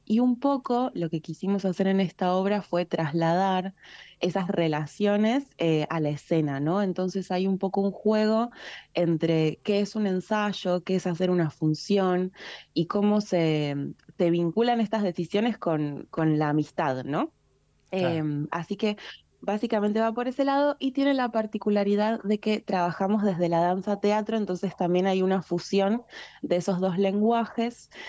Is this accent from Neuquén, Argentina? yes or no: yes; Neuquén, Argentina; Todas de la comarca. Algunas llegadas, yo por ejemplo soy de Neuquén